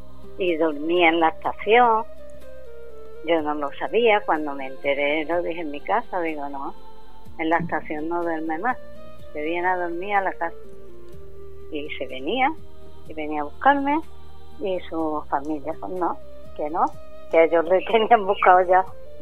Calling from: Córdoba, Andalusia, Spain; de Córdoba.

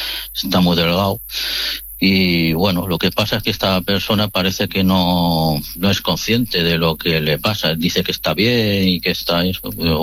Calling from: Barcelona, Catalonia, Spain

